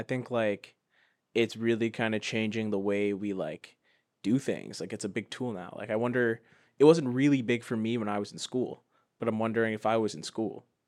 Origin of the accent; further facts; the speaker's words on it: Ghana; I'm from Ghana